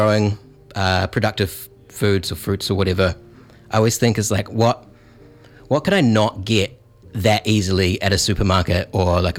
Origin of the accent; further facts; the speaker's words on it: Christchurch, Canterbury, New Zealand; you know, I'm from South Island, Christchurch, and we didn't grow tomatillos.